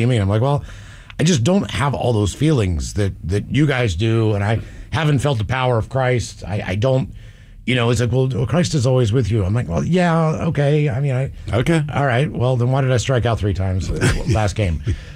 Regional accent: Morgantown, West Virginia, United States; growing up where I grew up in Morgantown, I was a Pittsburgh Steelers fan.

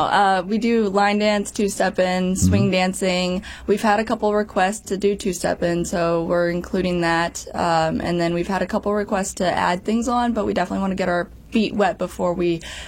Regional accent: Herculaneum, Missouri, United States; I've been here my whole life. So I went to Herculaneum, which is right next to Festus, and never left. So I've been here forever.

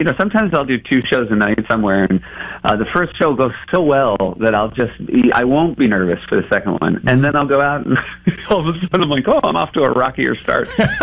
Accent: New Hampshire, United States; for me, like when I grew up in New Hampshire, you know, we ultimately didn't go anywhere. We were happy to know that most of the rest of the world came to New Hampshire in the summer.

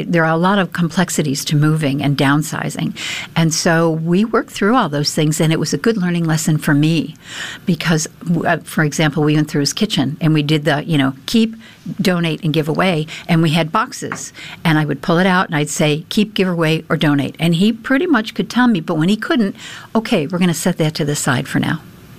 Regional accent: Ireland; Well, I think, first of all, I'm Irish, and, you know, we're connected in so many ways, mind, body, and soul.

